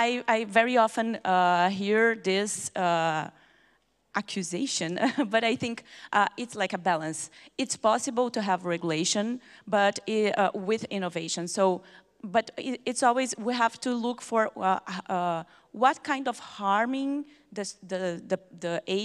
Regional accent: Brazil; I come from Brazil.

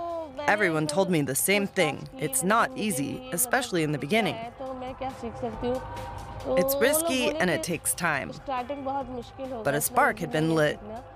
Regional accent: Uttar Pradesh, India; I'm from Etah district in Uttar Pradesh.

